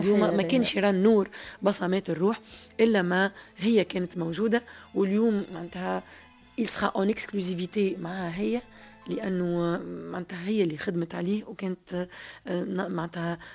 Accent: Tunisia

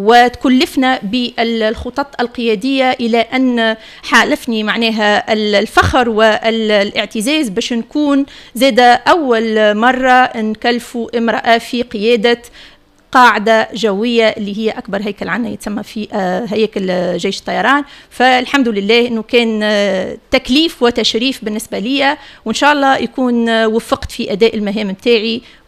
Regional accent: Tunisia; نحمي الوطن متاعنا ونحمي عائلاتنا ومجتمعنا التونسي

